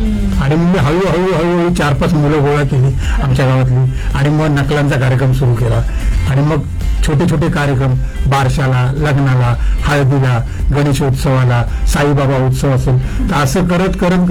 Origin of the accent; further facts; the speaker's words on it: Mumbai, Maharashtra, India; मी आधी मुंबईत राहायचो. वरळी कोळीवाडा हे माझं गाव आणि कोळीवाडा म्हटलं की संपूर्ण कोळ्यांचं गाव होते